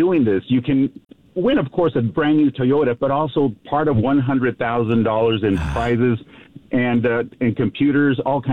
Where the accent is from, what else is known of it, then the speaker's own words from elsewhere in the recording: Los Angeles, California, United States; I grew up in Los Angeles